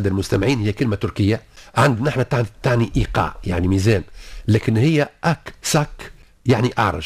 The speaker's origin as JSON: {"language": "Arabic", "country": "Tunisia", "said": "احنا توعنا شويه الاقساق في العالم العربي وفي تونس، يعني اقساق نتاعنا مختلف على الاقساق التركي"}